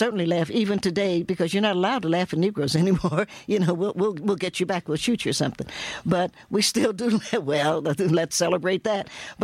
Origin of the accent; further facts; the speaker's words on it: Appalachia, United States; first of all, we're Appalachian, and there's just nothing.